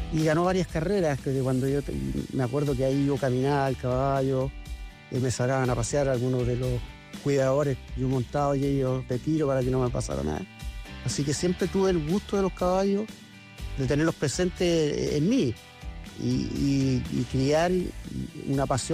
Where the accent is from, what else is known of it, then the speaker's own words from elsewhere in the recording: Concepción, Biobío, Chile; Sí, nacimos en Concepción, prácticamente casi al lado del Club Hípico. Mi abuelo tiene en casa... Incluido, yo desde muy niño saltaba la pandereta y caía en el patio de mi casa.